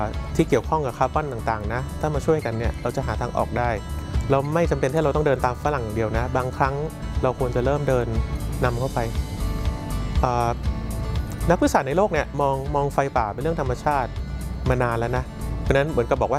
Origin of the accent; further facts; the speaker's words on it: Bangkok, Thailand; จริงๆแล้วเนี่ยเราเองคนกรุงเทพไม่ได้หมายความว่าเราจะยุ่งเฉพาะฝุ่นกรุงเทพนะ